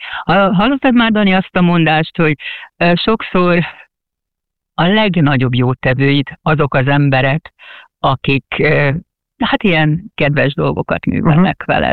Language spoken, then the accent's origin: Hungarian; Hungary; moved away as an adult; now in England, United Kingdom; Tehát én úgy kerültem Angliába, nem úgy, mint a honfitársak többsége, hogy új munka, karrier lehetőség, én szerelemből mentem Angliába.